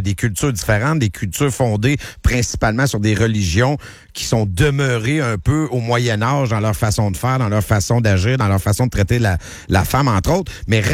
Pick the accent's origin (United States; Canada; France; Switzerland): Canada; Quebec; Moi, je viens du début des années 80, donc l'ère très PQ, très nationaliste, très nous sommes Québécois